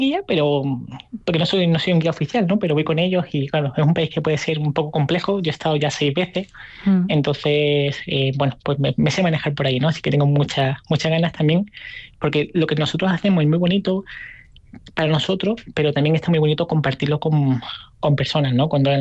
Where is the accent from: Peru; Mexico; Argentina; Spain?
Spain; Málaga, Andalusia; moved away as an adult; Pues igual, yo me fui, claro, bien jovencito de Málaga, me fui con apenas 20 años, no he vuelto a vivir en Málaga.